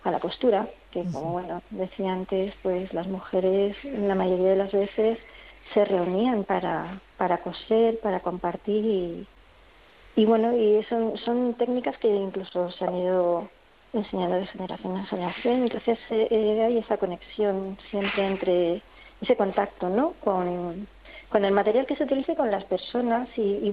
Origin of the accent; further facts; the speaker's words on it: Madrid, Community of Madrid, Spain; born there; now in Cáceres, Spain; Yo nací en Madrid, pero mi familia materna es de aquí de Cáceres, de Extremadura, vamos a un pueblito de Peraleda de la Mata.